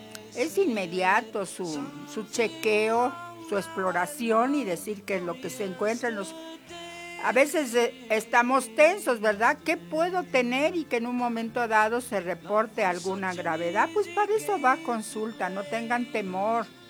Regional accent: Oaxaca, Mexico; Recuerden que yo vengo de la ciudad de Oaxaca y estoy para atenderles y para servirles el día de hoy

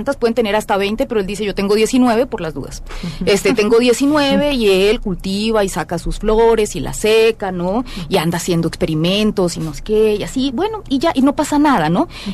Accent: Colombia; moved away; yo soy colombiana

